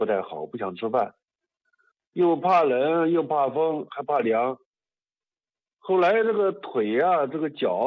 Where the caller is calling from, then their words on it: Xinyang, Henan, China; 我河南信阳的